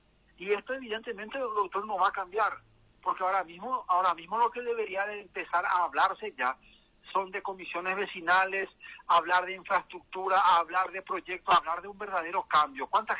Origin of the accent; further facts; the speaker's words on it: Paraguay; nosotros ahora como paraguayos